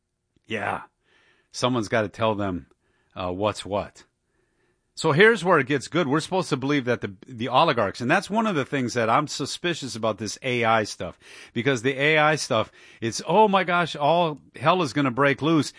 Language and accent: English; Detroit, Michigan, United States; I grew up in Detroit. Okay? I saw what happened to my city.